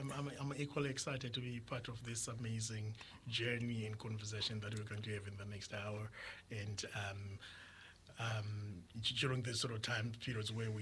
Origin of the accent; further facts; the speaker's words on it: Zimbabwe; moved away as an adult; now in Hawke's Bay, New Zealand; I'm a middle-aged African man, and I come from Zimbabwe, very passionate about football. So where I grew up in an area where supporting Dynamos FC is the thing.